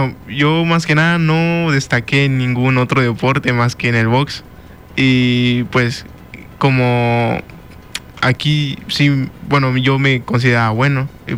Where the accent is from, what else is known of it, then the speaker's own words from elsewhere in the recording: Bacalar, Quintana Roo, Mexico; Yo soy del municipio de Bacalar.